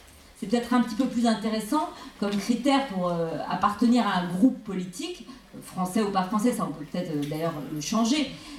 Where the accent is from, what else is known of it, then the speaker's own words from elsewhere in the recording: France; Moi, personnellement, je suis française parce qu'un de mes parents est français. Voilà, donc je suis née française à la naissance, par transmission, par la filiation.